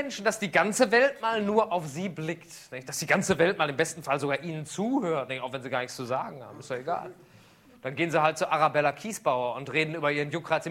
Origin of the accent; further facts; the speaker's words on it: Düsseldorf, North Rhine-Westphalia, Germany; Ich komme ja aus Düsseldorf